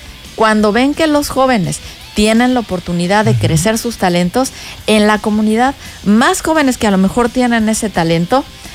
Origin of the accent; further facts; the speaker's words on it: Mexico; lo digo como mexicana